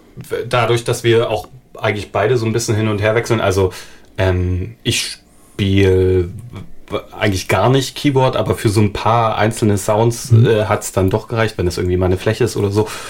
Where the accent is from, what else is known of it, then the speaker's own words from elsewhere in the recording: Saxony, Germany; moved away as an adult; also born or lived in Leipzig; now in Northern Germany; ich habe in Leipzig studiert und komme aus der Nähe von Dresden, beziehungsweise zwischen Dresden und Bautzen.